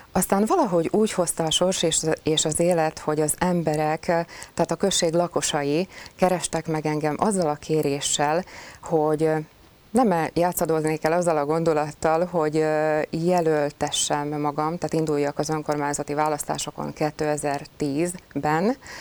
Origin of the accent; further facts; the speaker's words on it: Kicsind, Nitra Region, Slovakia; also born or lived in Nové Zámky (Érsekújvár) / Štúrovo (Párkány) / Czech Republic; ebedi születésű, szintén Párkány mellett található község. 5 éves koromban kerültem tulajdonképpen Kicsindre, ugyanis akkor költöztünk át anyai nagymamámhoz. És tehát 5 éves koromtól Kicsinden élek.